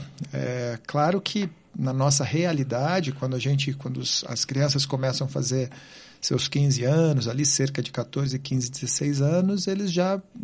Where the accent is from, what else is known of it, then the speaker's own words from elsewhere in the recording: Londrina, Paraná, Brazil; moved away as an adult; now in Curitiba, Brazil; Eu nasci em Londrina, interior do Paraná, em Londrina.